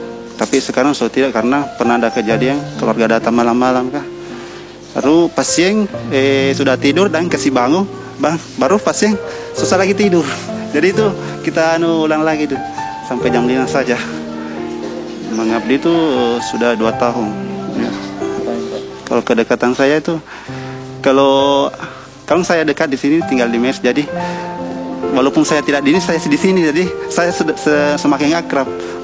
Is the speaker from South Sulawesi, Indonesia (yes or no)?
yes; Makassar, South Sulawesi, Indonesia; asal dari Makassar.